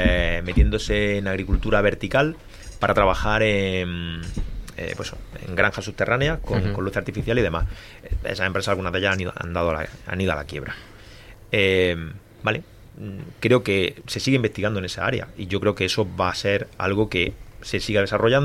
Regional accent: Adra, Andalusia, Spain; A ver, yo soy de Adra y yo sigo teniendo invernadero plano.

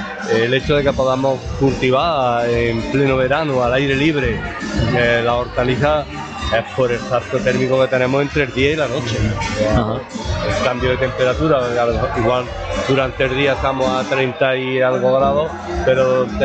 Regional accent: Ventas de Zafarraya, Andalusia, Spain; hoy estoy en mi casa, estoy en mi pueblo, mi pueblo del Arma.

